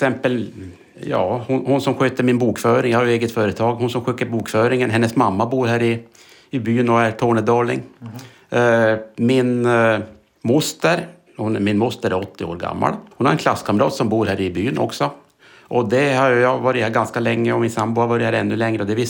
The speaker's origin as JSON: {"language": "Finnish", "town": "Kalix", "region": "Norrbotten County", "country": "Sweden", "tie": "born or raised there", "second_language": "Finnish", "lives_now": "Ersnäs, Sweden", "said": "asun Eesnäsissä. Minä Kalliksissa kotosin."}